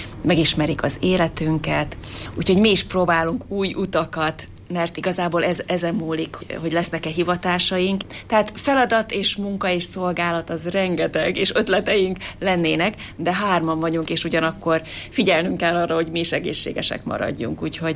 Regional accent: Hungary; moved away as an adult; also born or lived in California, United States; most itt Magyarországon is, hogy mit jelent Jézus szíve nővérnek lenni a saját hazámban

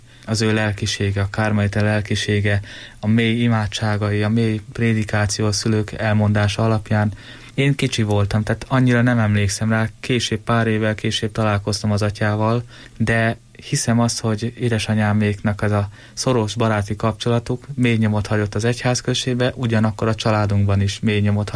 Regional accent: Göd, Pest, Hungary; az egyházközség, ahonnan származom, Felsőgödön

